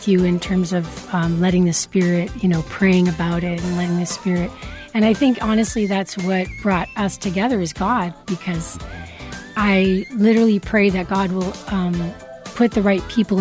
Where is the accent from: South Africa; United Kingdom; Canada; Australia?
Canada; Toronto, Ontario; moved away as an adult; now in Los Angeles, United States; I grew up with hip hop, and I'm from Toronto, you know, Canada, and I'm from, like, I always tell people I'm from the Compton of Toronto.